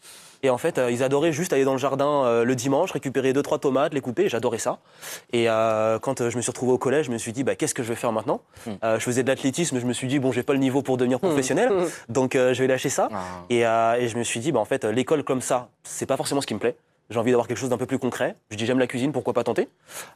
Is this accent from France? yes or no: yes; France; also born or lived in Haiti; Moi je suis né en Haïti, mais j'ai été adopté à 2 ans, donc forcément j'ai aussi mon cœur qui est totalement français.